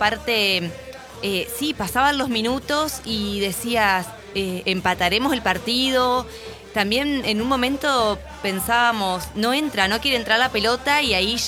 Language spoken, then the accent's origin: Spanish; Argentina; como los argentinos nos rebuscamos